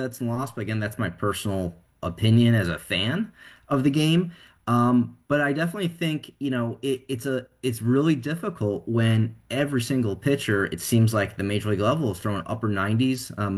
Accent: Chicago, Illinois, United States; I grew up in Chicago

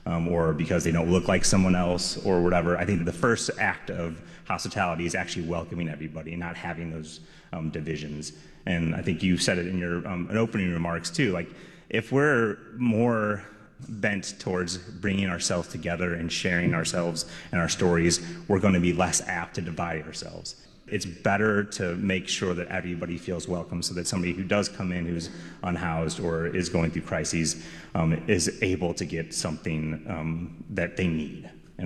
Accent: St. Louis, Missouri, United States; born or raised there

